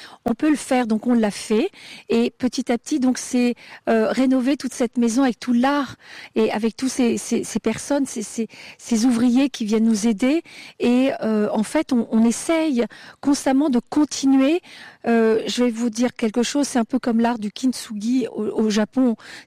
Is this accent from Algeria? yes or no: no; Fronsac, Nouvelle-Aquitaine, France; born there; Oui, alors je suis née ici à Fronsac, et je dors actuellement dans la chambre dans laquelle je suis, donc c'est toute une continuité.